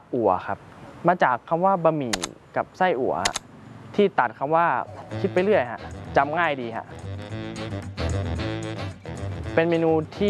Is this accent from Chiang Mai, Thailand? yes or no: yes; Chiang Mai, Thailand; moved away as an adult; โดยกำเนิดผมเป็นคนภาคเหนือแล้วนะครับเป็นคนเชียงใหม่อยู่แล้วพ่อแม่ก็ให้กินอาหารเหนือตลอดโดยตั้งแต่เด็กก็กินเหนือ